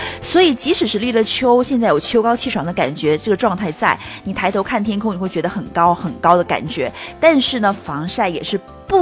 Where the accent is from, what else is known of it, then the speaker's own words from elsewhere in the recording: Jiangxi, China; 它也是我们江西人自己的购物商城。